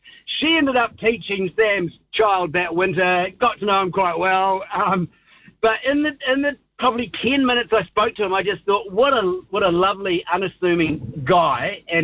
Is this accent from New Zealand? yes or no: yes; Queenstown, Otago, New Zealand; And look, having, you know, I'm from Queenstown, and knowing that, you know, yes, he lived in Speargrass Flat.